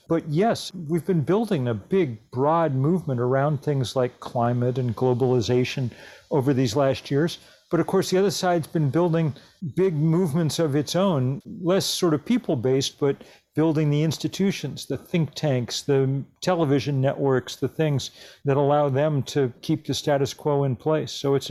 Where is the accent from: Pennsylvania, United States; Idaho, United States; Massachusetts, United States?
Massachusetts, United States; Lexington; born there; I'd moved to the suburbs as a boy with my family. And the one I moved to, Lexington, Massachusetts, was as middle American as you could get